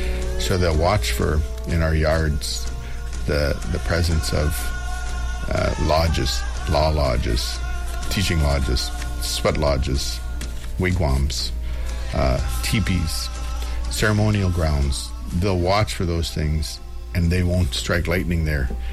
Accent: Sault Ste. Marie, Ontario, Canada; I'm originally from Baoting here, Sault Ste. Marie, the center of the Great Lakes, and the surrounding villages.

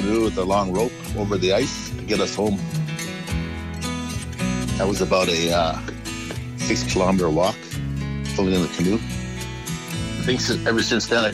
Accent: Ontario, Canada; born there; also born or lived in North Bay; I was born in North Bay, but my parents had to cross the lake, come back to where they were living, Camp Chimo, in the middle of Lake Timogamy.

